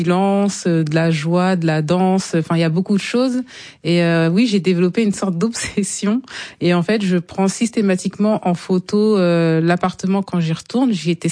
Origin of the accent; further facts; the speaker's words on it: Rouen, Normandy, France; Mais comment ça de Normandie, vous venez d'où? Je dis bah Rouen